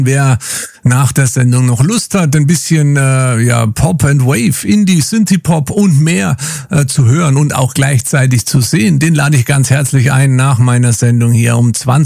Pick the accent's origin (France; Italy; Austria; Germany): Germany; Nuremberg, Bavaria; die er damals auf sämtlichen Clubs in meiner Heimat, nämlich im Raum Nürnberg, aufgelegt hat.